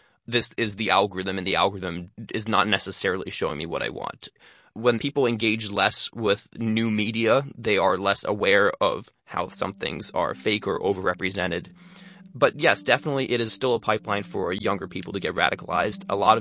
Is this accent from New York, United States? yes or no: yes; Albany, New York, United States; my congressman where I grew up in Albany, New York